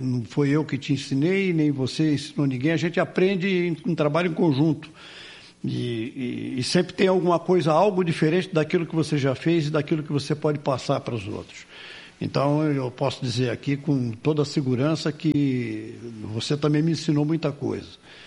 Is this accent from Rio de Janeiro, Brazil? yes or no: yes; Niterói, Rio de Janeiro, Brazil; Eu sou, eu nasci em Niterói, né? Eu nasci em Niterói e morei tempos lá, mas eu morei mais no mundo do que no Rio de Janeiro, do que em Niterói.